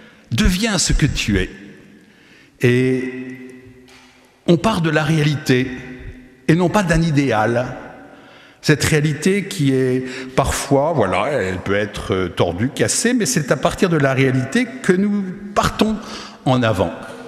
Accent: Nantes, Pays de la Loire, France; Moi, je suis Nantais d'origine. Tous les Nantais sortent dans la rue quand il pleut parce que ça fait du bien.

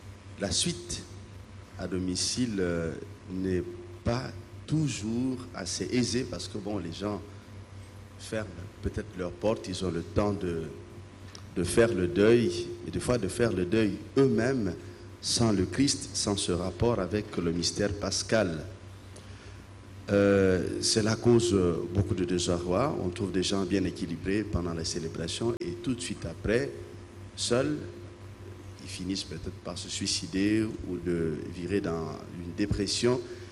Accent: DR Congo; now in Switzerland; je viens de la République démocratique du Congo, je suis curé en Suisse.

